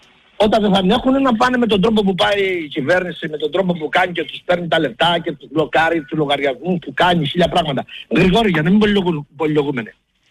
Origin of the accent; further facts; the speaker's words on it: Greece; Μόνο που είμαι Έλληνας πατριώτης έχουν πρόβλημα γιατί μιλώ.